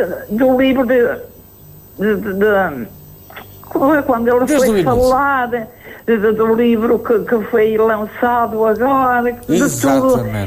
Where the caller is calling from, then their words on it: Rio Tinto, Norte, Portugal; Sou do Rio Tinto, não sou daí de Valdecâmara.